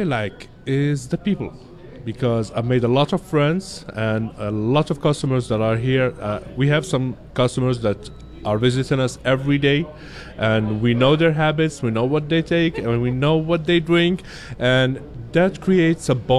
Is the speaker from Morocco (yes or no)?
yes; Morocco; now in Canada; because I'm from Morocco, and we are a country, let's say a touristic country